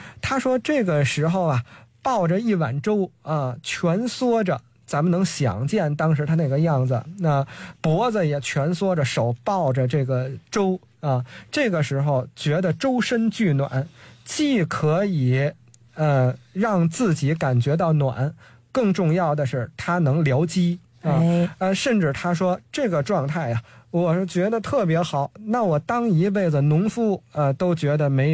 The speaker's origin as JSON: {"language": "Chinese", "region": "Beijing", "country": "China", "said": "咱们北京人叫我就好这口我就喜欢。"}